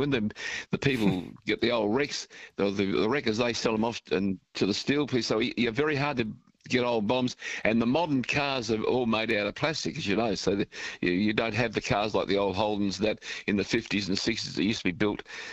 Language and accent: English; Corrigan, Australia; born there; which was my original hometown, because I was born in Corrigan.